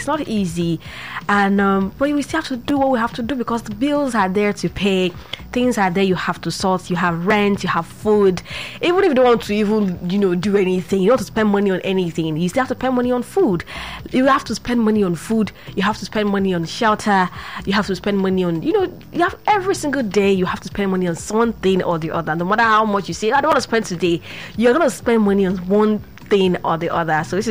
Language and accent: English; Nigeria; every day we wake up here in as a Nigerian